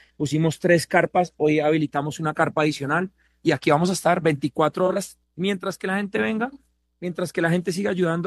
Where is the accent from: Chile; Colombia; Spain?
Colombia; Miren, cuando nos unimos como colombianos sin banderas políticas, sin nada, lo que logramos no tiene palabras.